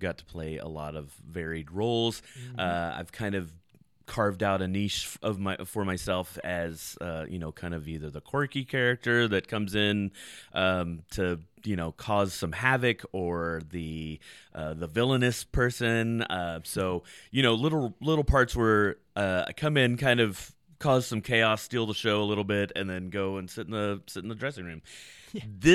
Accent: Bryan, Texas, United States; born there; So yes, I am from Bryan College Station. My family moved here when I was like 8.

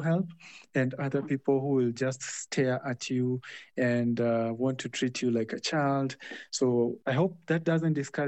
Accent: Nakuru, Nakuru County, Kenya; My experience is quite different here in Kenya, especially in my hometown of Nakuru.

